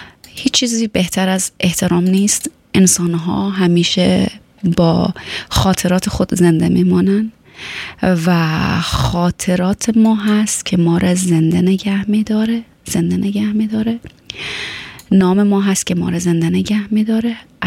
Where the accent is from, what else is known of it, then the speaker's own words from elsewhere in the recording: Afghanistan; من و شما هم از افغانستان آمدیم، بهتره که آبروداری کنیم